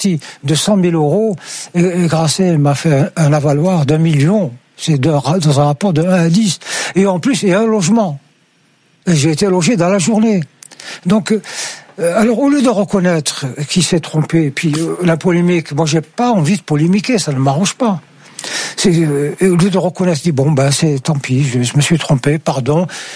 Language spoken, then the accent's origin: French; Algeria; born there; je suis algérien. Je suis né en Algérie.